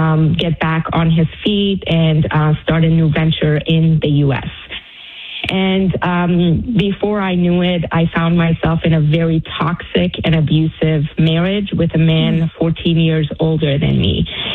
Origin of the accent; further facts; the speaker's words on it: Iran; because growing up in Iran, we were told that, you know, Israel is the little Satan and America is the big Satan.